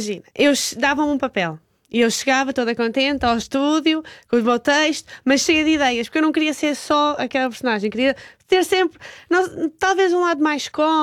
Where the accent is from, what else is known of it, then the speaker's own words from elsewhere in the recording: Alentejo, Portugal; moved away as an adult; now in Lisbon, Portugal; eu vim do Alentejo aos 18 anos para Lisboa